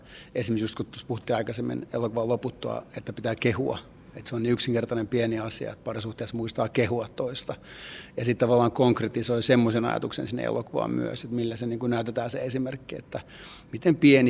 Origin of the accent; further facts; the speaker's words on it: Cyprus; koska olen Kyprokset kotoisin ja ollut Kyproksella häissä.